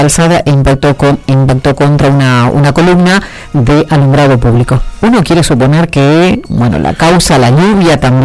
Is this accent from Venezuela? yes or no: no; Argentina; somos argentinos